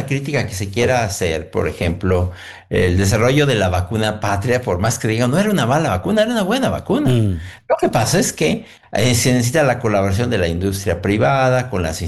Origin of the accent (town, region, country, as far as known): Mexico